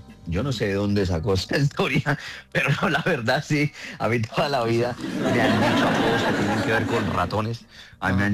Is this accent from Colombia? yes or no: yes; Bucaramanga, Santander, Colombia; yo creo que sí, los cantantes vallenato muchas veces durante mi adolescencia estrenaban las canciones en Bucaramanga antes que en cualquier parte, los álbumes, todo. O sea, nosotros crecimos